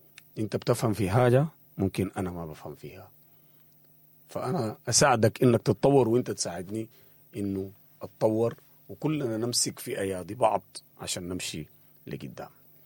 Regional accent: Sudan; والموضوع ده في حد ذاته مهم جدا لنا أن إحنا كسودانيين وبالذات في الوقت الحالي

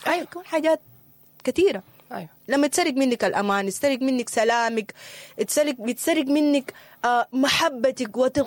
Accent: Sudan; حالنا كسودانيين

